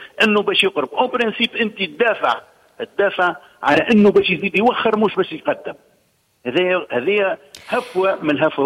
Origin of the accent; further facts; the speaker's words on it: Tunisia; ماذا بينا كبلادنا كتونس